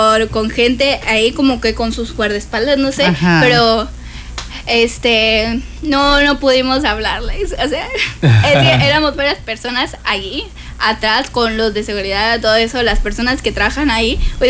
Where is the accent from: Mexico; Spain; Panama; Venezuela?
Mexico; Chiapas; yo soy orgullosamente de Chiapas.